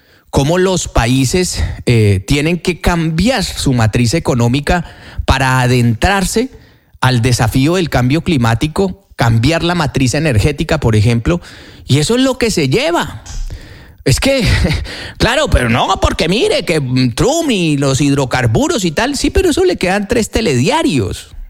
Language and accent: Spanish; Colombia; moved away; a mí como ciudadano colombiano